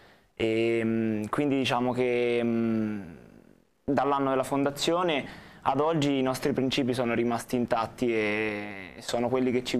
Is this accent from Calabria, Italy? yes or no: no; Jesi, Marche, Italy; Io sono di Iesi